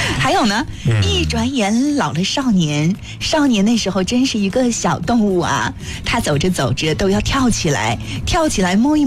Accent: Kashgar, Xinjiang, China; 就是我觉得就是像我是在喀什出生长大的，我也叫不出这么多桃子的名字。

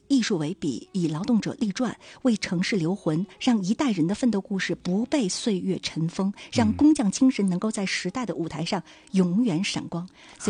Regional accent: Dalian, Liaoning, China; 这首歌是我们大连人非常喜欢的

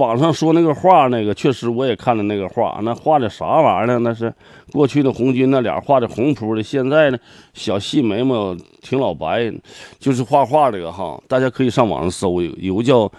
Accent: China; 我们把我中国人都刻画成什么样了啊

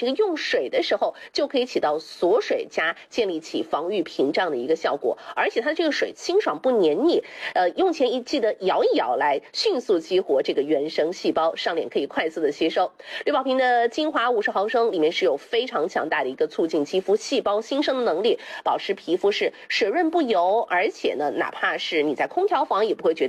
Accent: Jiangxi, China; 这是我们江西人自己的购物商城。

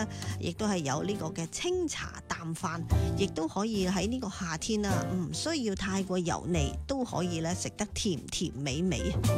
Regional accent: Guangdong, China; 我哋广东人好中意咧，就系例如话用冬瓜啦、丝瓜啦、啊青菜汤啦呢啲简单嘅清汤啦

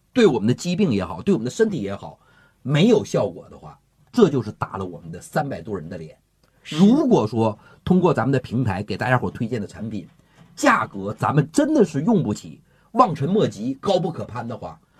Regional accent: China; 而我们中国人，刚才我说了，中国人差什么？

